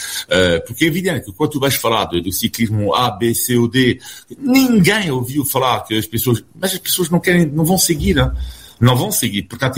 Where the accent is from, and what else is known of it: France; now in Portugal